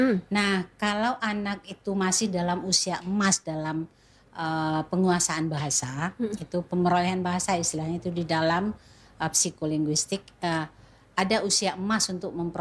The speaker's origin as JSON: {"language": "Indonesian", "town": "Padang", "region": "West Sumatra", "country": "Indonesia", "moved": "yes", "lives_now": "Pekanbaru, Indonesia", "said": "walaupun saya aslinya orang Padang, tapi saya tinggalnya di Pekanbaru. Nah, Pekanbaru itu unik. Kalau secara kewilayahan, dia itu kan masuk Provinsi Riau."}